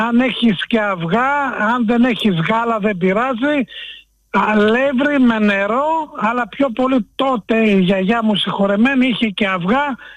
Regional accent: Kalambaka, Thessaly, Greece; now in Piraeus, Greece; Εγώ έχω μεγαλώσει ναι. στα Μετέωρα, στην Καλαμπάκα.

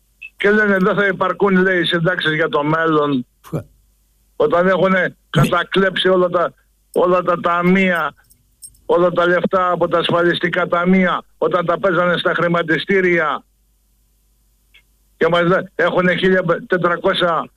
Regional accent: Thessaly, Greece; από τον Κόζακα.

